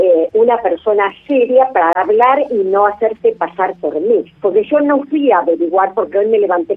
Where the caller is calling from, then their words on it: Argentina; de Devoto